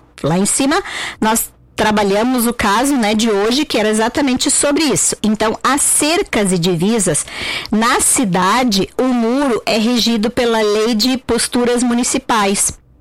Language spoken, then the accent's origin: Portuguese; Nova Petrópolis, Rio Grande do Sul, Brazil; also born or lived in Porto Alegre; now in Nova Prata, Brazil; eu não sou de Nova Prata, eu estou morando agora aqui, acabou de fazer 2 anos, eu venho de Porto Alegre, eu sou de Nova Petrópolis, morava em Porto Alegre e agora estou aqui em Nova Prata.